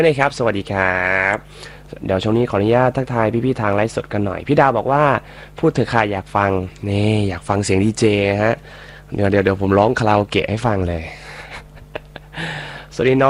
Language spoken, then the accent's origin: Thai; Chaiyaphum, Thailand; ผมคนเชียงภูมิเนี่ยทักทายพี่น้องคนบุรีรัมย์เลยสำเนียงผมอาจจะไม่ได้นะ